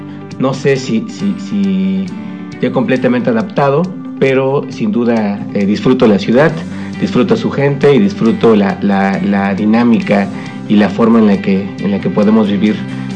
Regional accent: Oaxaca, Mexico; born there; moved away as an adult; also born or lived in Mexico City; now in Taxco, Mexico; yo no nací en la ciudad en la que ahora vivo y que me ha recibido también. Yo nací en Oaxaca, precisamente el estado vecino aquí de Guerrero. Por azares de la vida, como pasan muchas cosas, llegué a estudiar a la Ciudad de México

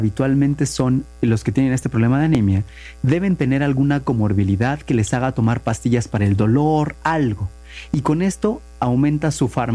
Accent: Mexico; Como buen mexicano, ustedes saben que eso lo vemos normal, aunque es un robo, lo vemos normal.

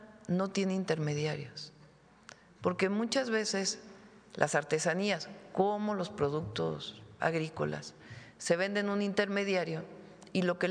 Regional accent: Mexico City, Mexico; llegábamos a ir a Acapulco como familia chilanga de vacaciones

